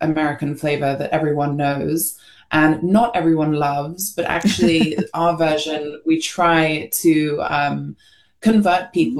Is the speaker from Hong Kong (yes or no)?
yes; Hong Kong; something that I grew up in Hong Kong. I grew up with it.